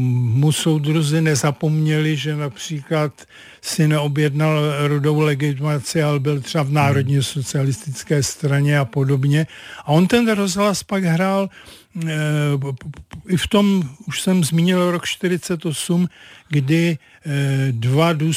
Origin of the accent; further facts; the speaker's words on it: Karlovy Vary, Karlovy Vary Region, Czechia; pocházím z Karlových Varů